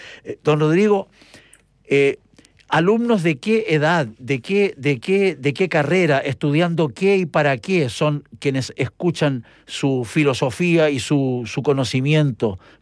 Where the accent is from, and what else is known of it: Chile